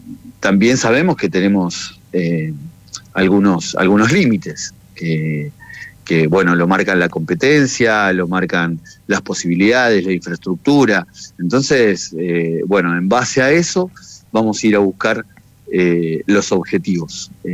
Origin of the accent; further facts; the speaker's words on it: Mar del Plata, Buenos Aires Province, Argentina; yo soy de Mar del Plata